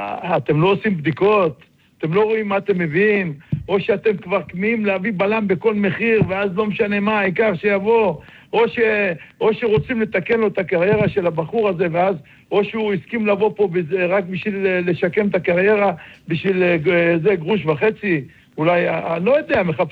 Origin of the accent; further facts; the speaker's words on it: Netanya, Central District, Israel; אצלנו בנתניה